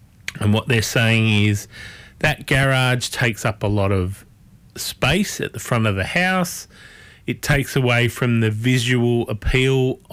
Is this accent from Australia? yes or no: yes; Australia; I don't know whether people see the stress on my face, or because I'm Australian they let me get away with it